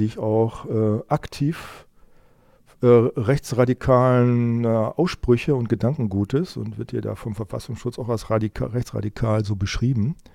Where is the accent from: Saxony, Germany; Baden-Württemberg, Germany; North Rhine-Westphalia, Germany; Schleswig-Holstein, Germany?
Saxony, Germany; Ich bin Sachse. Na und? Ja, leider.